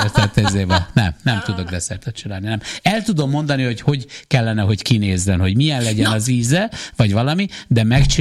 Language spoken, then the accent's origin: Hungarian; Paks, Tolna, Hungary; amikor fiatal voltam, akkor ott Pakson